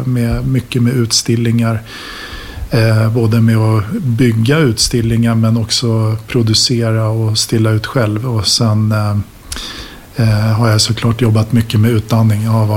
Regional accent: Sweden; moved away as an adult; also born or lived in Finland; now in Norway; jag har finskt pass och så har jag vuxit upp I Sverige och så jobbat I Norge I över 15 år. Men den där finska bakgrunden är ju har gett mig en minoritetsbakgrund då

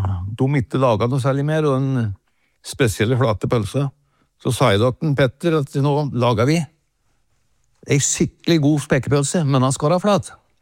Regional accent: Åsmarka, Innlandet, Norway; Nei, men min far drev jo forretning I Åsmarka, der jeg vokste opp.

